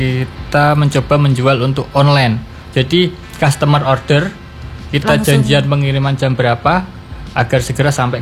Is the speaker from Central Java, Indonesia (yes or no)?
yes; Semarang, Central Java, Indonesia; kita warga Semarang